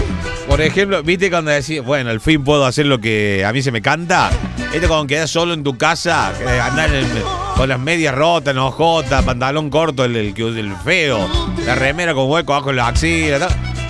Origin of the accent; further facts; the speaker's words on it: Argentina; Pero porque soy argentino nada más.